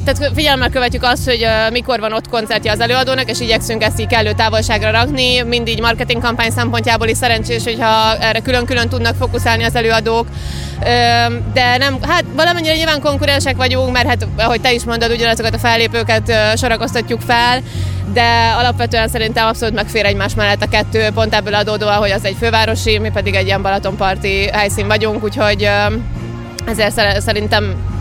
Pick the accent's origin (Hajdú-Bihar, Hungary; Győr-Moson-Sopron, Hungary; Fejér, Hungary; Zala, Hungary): Hajdú-Bihar, Hungary; Debrecen; now in Budapest, Hungary; Én debreceni vagyok, de egyébként Budapesten élek